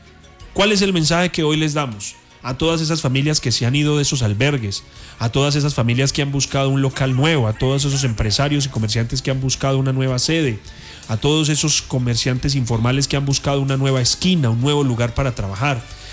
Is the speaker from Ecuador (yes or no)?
no; Pereira, Risaralda, Colombia; nosotros los pereiranos